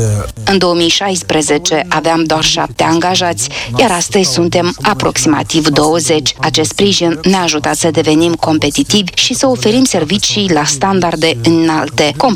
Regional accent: Comrat, Gagauzia, Moldova; Totul a început din dorința de a reveni la Comrat, orașul meu natal, și de a deschide aici o clinică stomatologică.

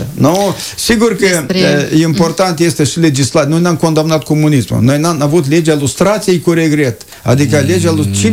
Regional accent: Căușeni, Căușeni District, Moldova; eu sunt din Căușeni, am prins foști deportați care se adunau ei între dânși și ei între dânși vorbeau.

